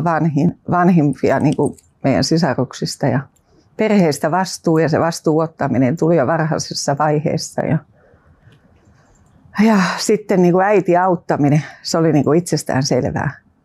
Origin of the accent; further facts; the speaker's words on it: Lahti, Päijät-Häme, Finland; now in Tampere, Finland; Mä oon Tampereelta, kotoisin Lahdesta. Tai mun vanhemmat ja veljet ja siskot asuu siellä ja mä oon asunut Tampereella parikymmentä vuotta.